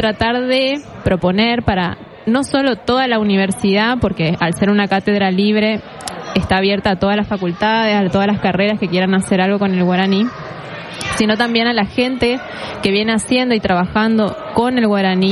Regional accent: Corrientes, Argentina; y haga algo en relación a nuestra lengua nativa

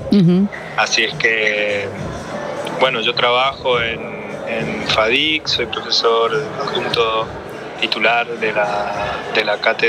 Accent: Asunción, Paraguay; born there; also born or lived in Santa Ana; una familia que venía en parte de Paraguay y mi abuela, por ejemplo, hablaba guaraní. Yo he pasado mucho tiempo de mi infancia en Asunción, crecí en cerca de Santa Ana, y en mi entorno se hablaba el guaraní

